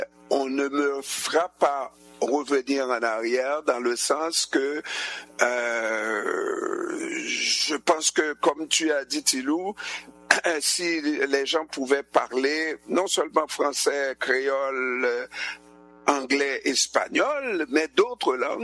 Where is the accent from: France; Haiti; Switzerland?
Haiti; now in Quebec, Canada; Quand on voit les Haïtiens s'exprimer en français dans cette société québécoise, malgré tout, malgré notre accent, malgré nos misères